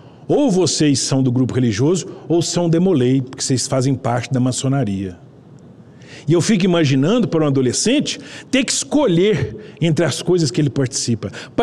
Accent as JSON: {"language": "Portuguese", "town": "Araxá", "region": "Minas Gerais", "country": "Brazil", "tie": "born there", "moved": "yes", "said": "Eu precisei migrar de uma cidade para outra, nasci em Araxá, e fui morar em Paracatu."}